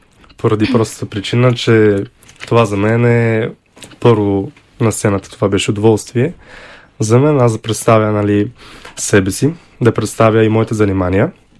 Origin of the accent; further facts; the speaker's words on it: Targovishte Province, Bulgaria; Аз съм от Търговище.